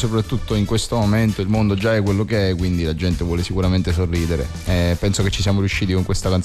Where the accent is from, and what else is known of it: Campania, Italy